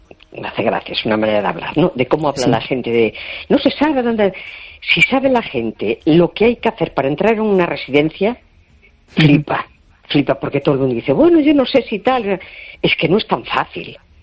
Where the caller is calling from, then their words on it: A Coruña, Galicia, Spain; Hola, buenas noches … de La Coruña.